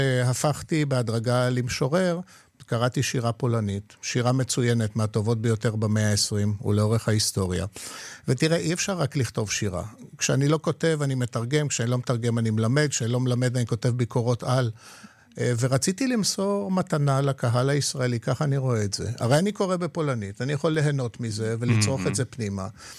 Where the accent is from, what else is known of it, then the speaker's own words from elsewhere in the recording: Tel Aviv, Tel Aviv District, Israel; first language Polish; Hebrew is a second language; also born or lived in Jaffa; גדלתי ברמת אביב, וברמת אביב היה אפשר להסתדר עם פולנית ועם יידיש. פולנית הייתה השפה הראשונה שבה נתקלתי.